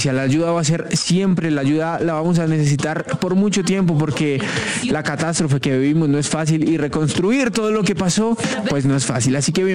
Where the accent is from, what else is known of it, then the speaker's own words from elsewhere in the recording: Colombia; Ha sido una semana realmente difícil para todos como colombianos.